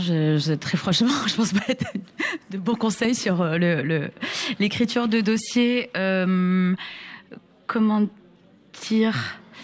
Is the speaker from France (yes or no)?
no; Morocco; moved away; je viens du Maroc